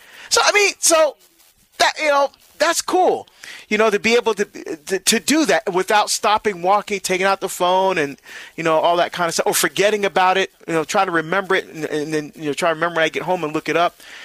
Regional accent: New Jersey, United States; calling from Toms River, New Jersey. You know, as we say, like down the shore, again, back in my home state.

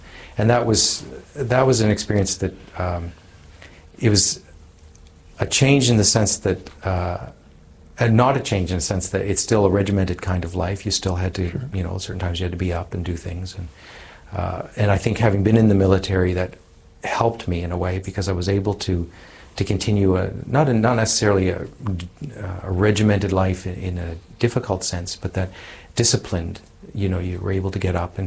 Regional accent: Halifax, Nova Scotia, Canada; And coming from Halifax

